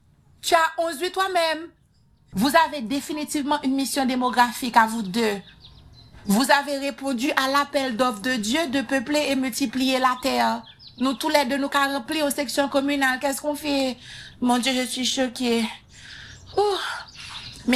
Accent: Haiti; Les proverbes, c'est tellement beau, ça nous identifie en tant qu'haïtien.

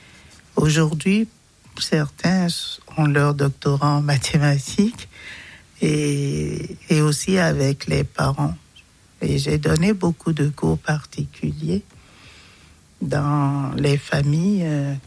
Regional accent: Cotonou, Littoral, Benin; moved away as an adult; also born or lived in Abidjan, Côte d'Ivoire; now in Besançon, France; Je suis originaire du Bénin, je suis née à Cotonou.

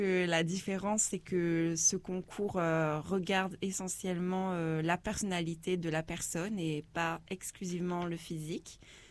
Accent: Saint-Paul, Réunion; J'ai 28 ans et je viens de Saint-Paul.

